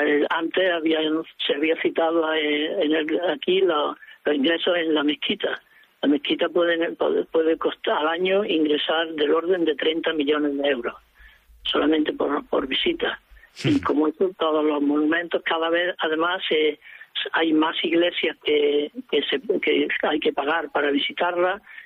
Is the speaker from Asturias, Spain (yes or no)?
no; Córdoba, Andalusia, Spain; Yo que soy de Córdoba, ¿quién puede poner un precio a la mezquita de Córdoba?